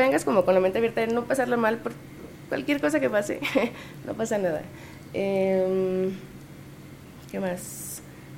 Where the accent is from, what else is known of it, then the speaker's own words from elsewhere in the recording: Mexico; moved away as an adult; now in Colombia; para nosotros como mexicanos es barato estar aquí